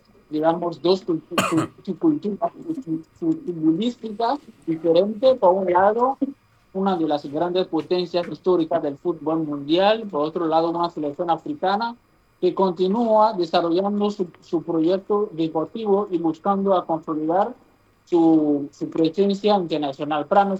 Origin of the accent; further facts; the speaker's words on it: Benin; Spanish is a second language; Yo soy originario de Benín. Aquí en Benín se enseña el idioma español.